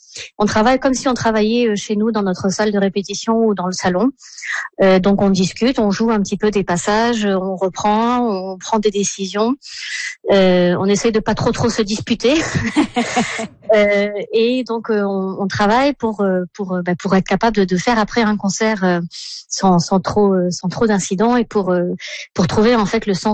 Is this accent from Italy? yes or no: no; Provence-Alpes-Côte d'Azur, France; now in Düsseldorf, Germany